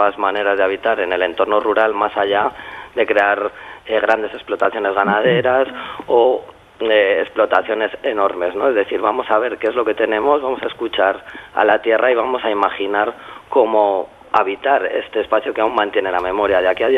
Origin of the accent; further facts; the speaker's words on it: Berlanga de Duero, Castile and León, Spain; Berlanga de Duero con una densidad de población de 800 habitantes, sí, pues sí que realicé la ESO en mi pueblo, luego tuve que ir a Burgo de Osma, un pueblo más grande